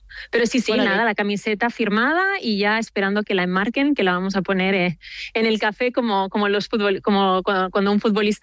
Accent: Barcelona, Catalonia, Spain; now in Paris, France; Es verdad que yo siendo española de Barcelona siempre había pensado, yo llevo 13 años en París

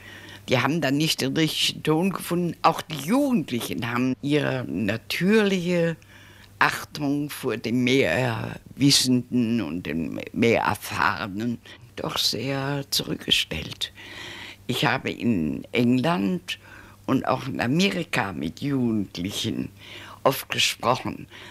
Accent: Hesse, Germany; now in Frankfurt, Germany; Ich fühle mich als alte Frankfurterin. Obwohl meine Heimat an der waldeckischen Grenze zwischen Frankenberg und Korbach

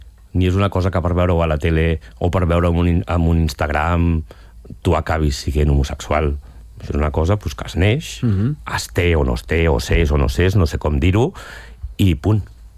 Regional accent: Sant Pau de Segúries, Catalonia, Spain; un homenatge al poble d'on soc, de Sant Pau de Segúries

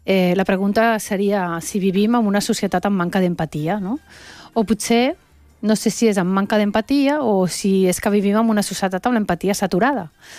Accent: Venezuela; accent: Venezuelan; now in Barcelona, Spain; jo quan vaig arribar de Venezuela, vaig venir directe de Venezuela aquí a Barcelona, parlava un català amb accent venezolà, perquè la meva mare sempre ens ha parlat català a casa, des de ben petits

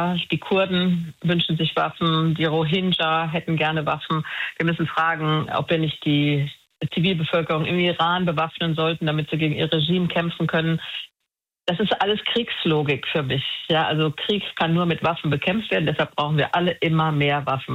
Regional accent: Germany; ich argumentiere ja als Deutsche

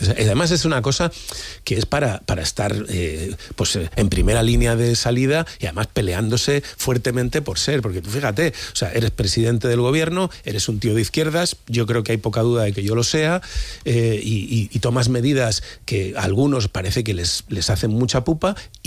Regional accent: Valladolid, Castile and León, Spain; Yo, la única ambición que he tenido política en mi vida era ser alcalde de mi pueblo. Me costó 14 años conseguirla y ahí me hubiera quedado. Yo era feliz como alcalde de Valladolid

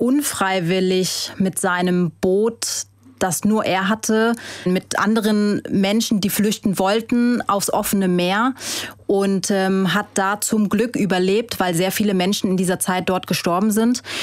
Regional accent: Vietnam; first language Vietnamese; German is a second language; also meine Muttersprache theoretisch vietnamesisch ist, auch wenn ich vietnamesisch nicht fließend spreche.

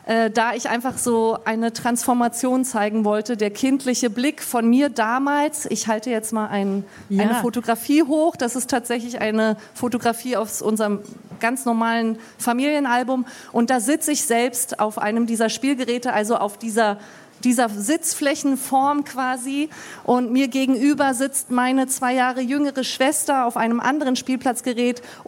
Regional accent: Berlin, Germany; da ich in Siemensstadt aufgewachsen bin, bin ich halt vor einigen Jahren wieder zurückgegangen in die Siedlung, in der ich aufgewachsen bin

